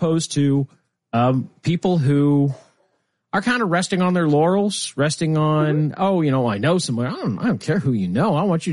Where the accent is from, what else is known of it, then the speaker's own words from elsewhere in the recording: Lincoln, Nebraska, United States; He's over the second district, which is, or is it first district? It's Lincoln, my hometown.